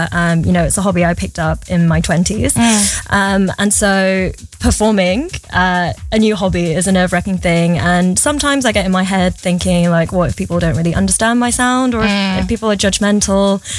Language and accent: English; Manchester, North West England, United Kingdom; now in London, United Kingdom; Like I was born and raised in Manchester. Like I was raised on like … indie pop, and you know, like Western music is a really big part of my life. Moved to London